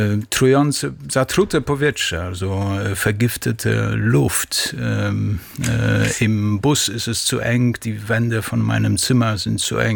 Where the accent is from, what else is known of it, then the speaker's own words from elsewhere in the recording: Łódź, Łódź Voivodeship, Poland; born there; Und davor habe ich ein Stück aus Łódź, aus meiner Geburtsstadt, aus Łódź